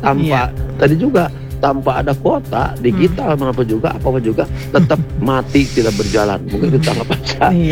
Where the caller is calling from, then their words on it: West Java, Indonesia; apalagi sekarang bisa RRI itu Palu aja kan saya dari Jawa Barat cukup jauh bisa kan memantau dengan berkat ada teknologi dengan arahnya RRI digital.